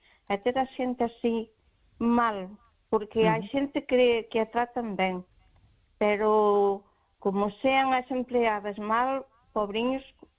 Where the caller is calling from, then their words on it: Malpica, Galicia, Spain; De Malpica.